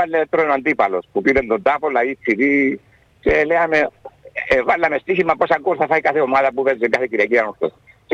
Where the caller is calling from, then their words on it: Paphos, Paphos District, Cyprus; Εγώ είμαι από την Πάφο.